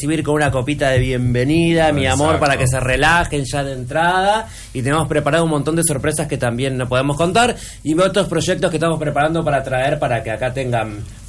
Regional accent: Buenos Aires, Argentina; nosotros somos de Buenos Aires, somos como más avasallante

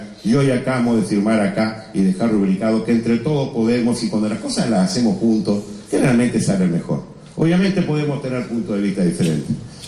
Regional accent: Carmelo, Colonia, Uruguay; como también está muy cerquita de mi pueblo de Carmelo, y me consta la capacidad que tiene.

